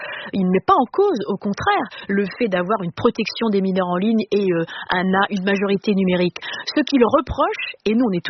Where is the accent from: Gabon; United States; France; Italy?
France; Normandy; moi je suis normande et en Normandie, vous savez, on dit c'est à la fin de la foire